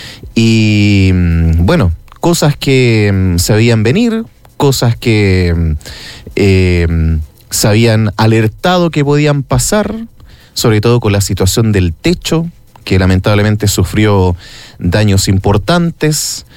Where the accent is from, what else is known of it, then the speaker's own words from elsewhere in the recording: Los Vilos, Coquimbo, Chile; born there; quienes somos de Los Vilos, sobre todo quienes hemos estudiado en el liceo